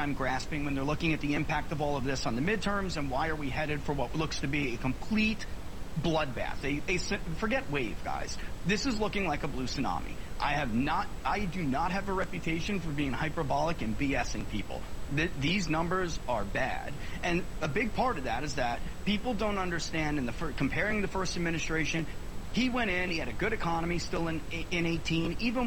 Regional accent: New York, United States; And I'm originally from New York. I'm not, you know, I'm living in the South now, but I was, you know, a native New Yorker.

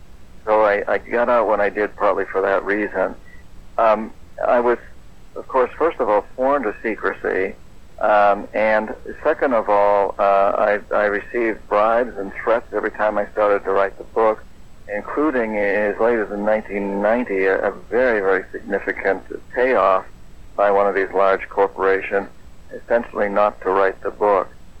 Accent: United States

